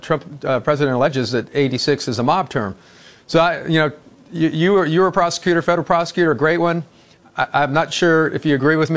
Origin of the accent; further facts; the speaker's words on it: North Carolina, United States; I am from North Carolina, and I actually worked in that part of the country as an assistant DA.